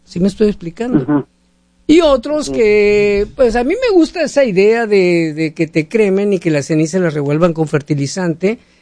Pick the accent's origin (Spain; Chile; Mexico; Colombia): Mexico; No, pues así somos los mexicanos, nos reímos de la muerte.